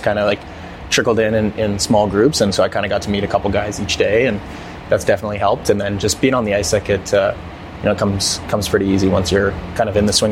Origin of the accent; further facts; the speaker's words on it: Canada; I'm Canadian.